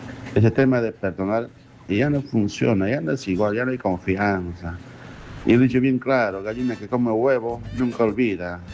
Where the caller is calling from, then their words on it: Quillabamba, Cusco, Peru; de Quillabamba.